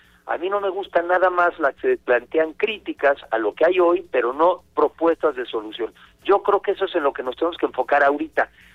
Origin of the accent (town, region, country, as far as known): Mexico